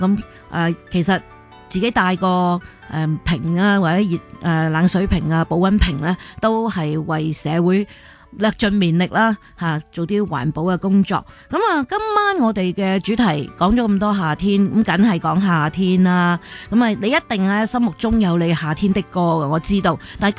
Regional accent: Qingyuan, Guangdong, China; 我系清远人。

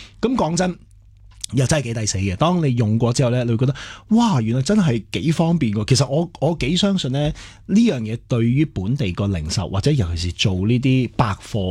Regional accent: Hong Kong

